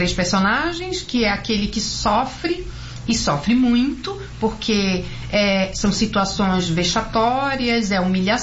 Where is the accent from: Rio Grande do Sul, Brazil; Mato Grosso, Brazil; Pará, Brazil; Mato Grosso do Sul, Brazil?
Pará, Brazil; Belém; moved away as an adult; now in São Paulo, Brazil; sou casada, sou mãe de dois, né? De um casal de 17 e 22 anos, sou de Belém do Pará, estou aqui há muitos anos, me formei.